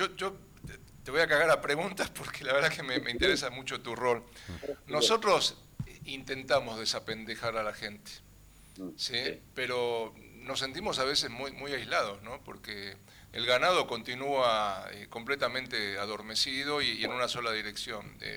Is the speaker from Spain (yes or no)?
no; Argentina; moved away; yo también me fui, como muchos argentinos se fueron